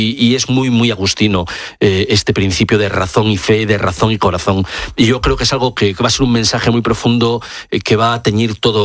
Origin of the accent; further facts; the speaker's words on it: Spain; porque la migración en nuestro país es lo que nos ha hecho ser españoles. Nuestra identidad como españoles, sobre todo, viene de esas migraciones que han atravesado nuestro país.